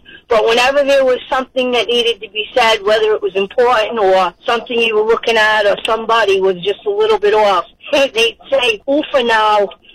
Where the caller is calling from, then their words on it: West Warwick, Rhode Island, United States; Yeah, from West Warwick.